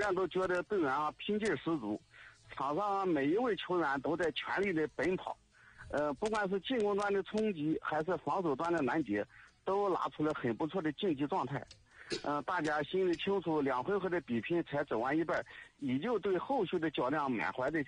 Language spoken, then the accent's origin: Chinese; Yanbian, Jilin, China; 让他们感受到咱们延边人的热情和好客